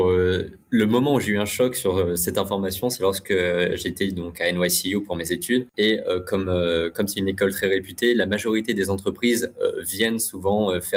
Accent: France; c'est ce qu'on connaît le plus, nous, en tant que Français.

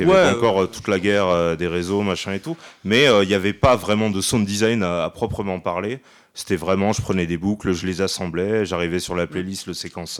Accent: Carcassonne, Occitanie, France; je viens de Carcassonne

